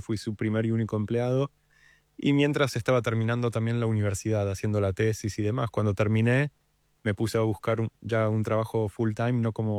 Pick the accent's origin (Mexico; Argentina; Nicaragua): Argentina; Estudié en Argentina, nací, crecí acá, hice todo.